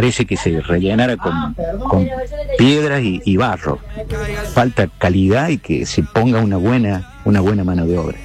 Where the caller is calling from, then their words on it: Córdoba, Argentina; Yo vivo en Banda Norte